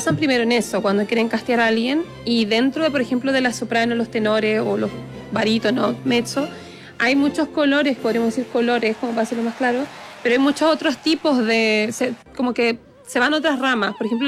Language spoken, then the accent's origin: Spanish; Guayacán, Coquimbo, Chile